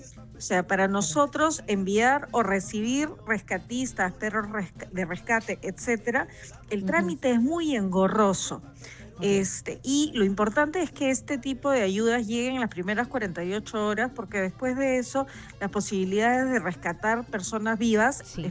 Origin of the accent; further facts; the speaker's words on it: Peru; Esto para nosotros como peruanos